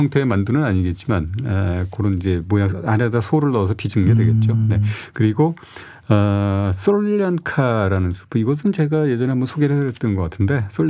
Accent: Seoul, South Korea; 제가 사실은 어린 시절을 성수동에서 보냈습니다.

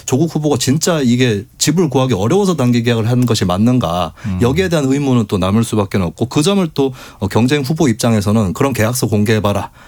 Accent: Gumi, North Gyeongsang, South Korea; moved away as an adult; also born or lived in Seoul; 고향은 구미인데 서울에서 살다가 구미로 돌아갔고

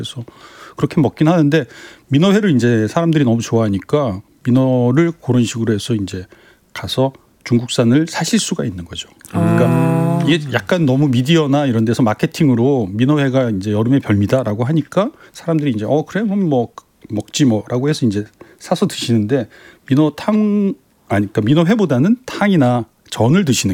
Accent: Gyeongsang, South Korea; now in Seoul, South Korea; 저는 경상도 사람이니까 네.

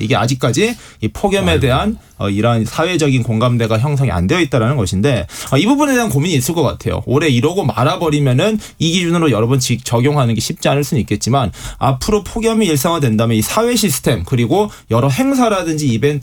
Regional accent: Daegu, South Korea; now in Seoul, South Korea; 제가 대구 출신이라서 더위가 강한 편인데도

